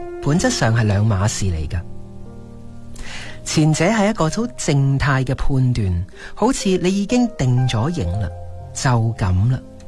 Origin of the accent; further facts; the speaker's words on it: Guangdong, China; 我们广东人